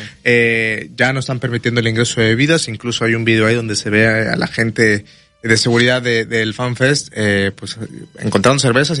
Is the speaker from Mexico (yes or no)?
yes; Mexico; Esos somos los mexicanos, eso somos.